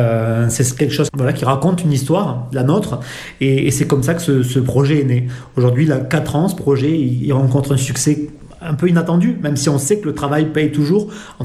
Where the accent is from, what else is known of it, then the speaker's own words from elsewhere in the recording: Cahors, Occitanie, France; born there; now in Pamiers, France; Mais je suis né dans le Lot, à Cahors, et pas très très loin. j'ai travaillé longtemps à Paris, un peu aux États-Unis.